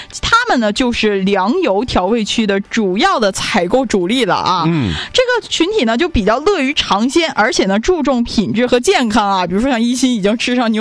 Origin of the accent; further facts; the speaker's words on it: Jilin, China; 在我们吉林人群也非常有名的